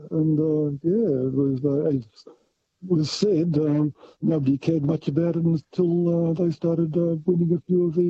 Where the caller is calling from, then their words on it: Warracknabeal, Victoria, Australia; I'm calling from Warwickmobile in the Wimmer in Victoria.